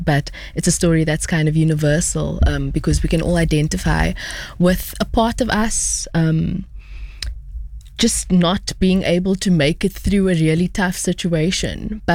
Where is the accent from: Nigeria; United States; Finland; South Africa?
South Africa; I come from South Africa